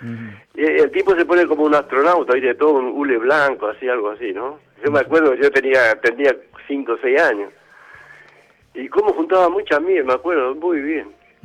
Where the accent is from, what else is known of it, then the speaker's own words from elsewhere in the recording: Corrientes, Argentina; moved away; Vos sabés que yo soy correntino, ¿no? Y en Corrientes tenía un vecino que tenía colmenares.